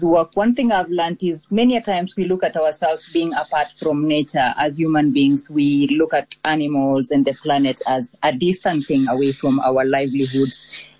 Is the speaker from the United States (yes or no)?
no; Rift Valley, Kenya; I grew up in the Great Rift Valley in Kenya, and this is where the Maasai Mara is, and among other things. So growing up in Kenya